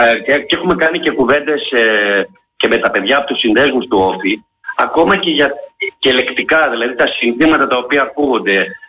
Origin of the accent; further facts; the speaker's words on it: Heraklion, Crete, Greece; γιατί είμαι Ηρακλειώτης